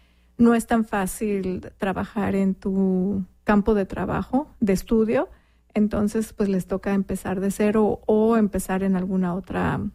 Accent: Mexico City, Mexico; Pues yo soy originaria de México, de la Ciudad de México. Nací y crecí ahí, pues viví la mayor parte de mi vida en la Ciudad de México.

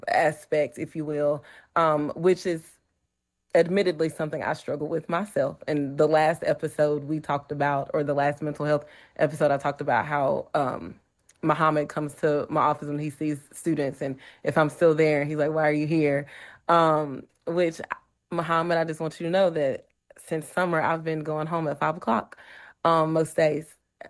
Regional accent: Mississippi, United States; And you know, I come from a I grew up in Mississippi, and you know, you didn't have a choice.

